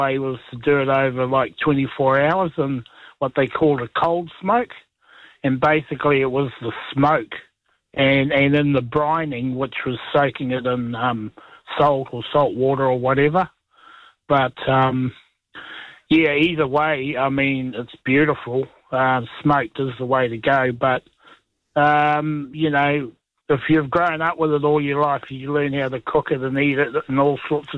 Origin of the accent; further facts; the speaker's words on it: Taupo, Waikato, New Zealand; So, sort of growing up in Taupo, I think I was in a family of mad fishermen and hunters.